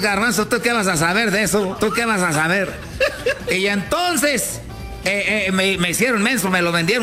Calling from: United States; Pero yo estoy aquí en este programa, Tu Chocolata. Vengo desde Estados Unidos.

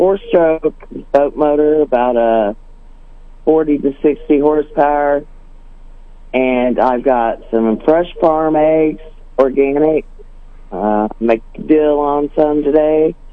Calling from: Marshall Junction, Missouri, United States

